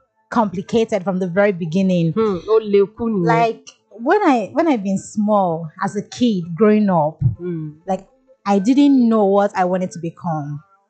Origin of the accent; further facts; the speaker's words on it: Enugu, Enugu State, Nigeria; now in Lagos, Nigeria; I hail from Coast City, Nigeria, Enugu, so in Lagos, bubbling.